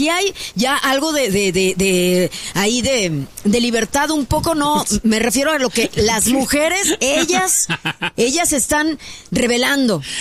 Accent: Mexico; born there; por algo yo nací en México.

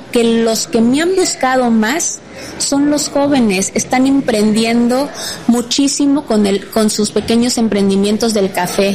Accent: Chiapas, Mexico; que los chiapanecos no solo seamos en primer lugar en producción, que también consumamos nuestro propio café.

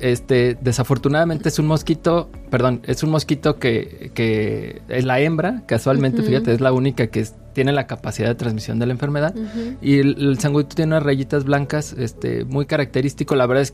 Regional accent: Mexico; yo creo que como mexicanos, como latinos

